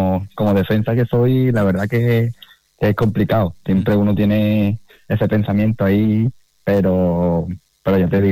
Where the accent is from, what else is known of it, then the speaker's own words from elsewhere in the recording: Arcos de la Frontera, Andalusia, Spain; el equipo de mi pueblo